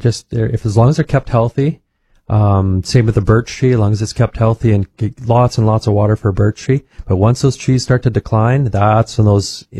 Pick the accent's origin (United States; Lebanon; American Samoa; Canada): Canada; North Battleford, Saskatchewan; I grew up in North Balfour